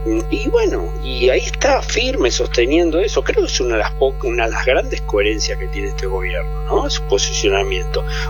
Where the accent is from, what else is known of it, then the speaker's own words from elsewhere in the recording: Avellaneda, Buenos Aires Province, Argentina; Yo soy nacido, criado, soy de Racing y vivo en Avellaneda. Todo Avellaneda.